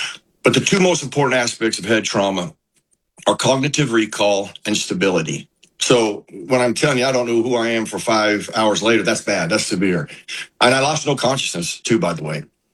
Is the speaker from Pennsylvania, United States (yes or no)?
yes; Pittsburgh, Pennsylvania, United States; Because I come from Pittsburgh, where we were doing cognitive testing before the season